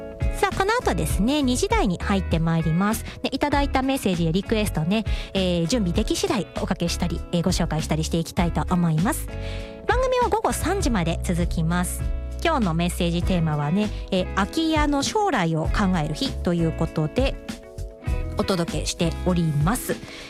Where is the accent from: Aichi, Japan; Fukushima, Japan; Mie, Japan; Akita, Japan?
Akita, Japan; Kakunodate; moved away; 私の地元の、秋田というか私の実家の本当にすぐ近くなんですけど、私の実家って、秋田は角野館、桜の名所、武家屋敷がある有名なところ観光地なんですけど、その観光地の結構近くに私実家があって、